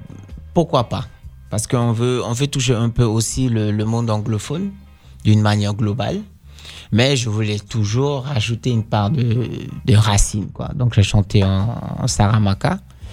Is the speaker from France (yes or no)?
no; Netherlands; first language Dutch; French is a second language; Je réfléchis en hollandais, je crois.